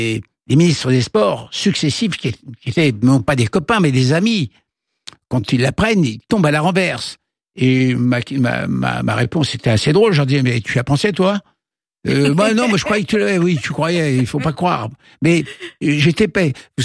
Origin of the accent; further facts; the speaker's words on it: France; C'est l'envie d'être français. Je suis français.